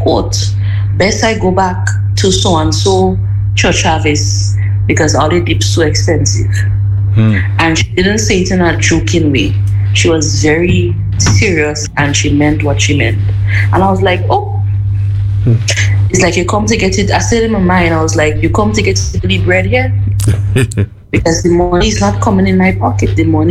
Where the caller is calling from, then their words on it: Saint Andrew, Grenada; I'm from St. Andrew.